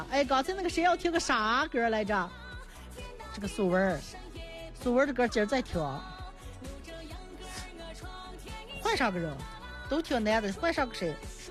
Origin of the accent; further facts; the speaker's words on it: Shaanxi, China; accent: Northern Shaanxi dialect; 我们陕北人常说的挂打